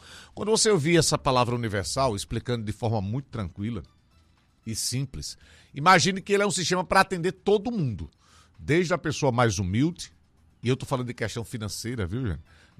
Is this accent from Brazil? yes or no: yes; Brazil; Eu, enquanto brasileiro que sou, eu tenho muito orgulho do sistema de saúde do meu país.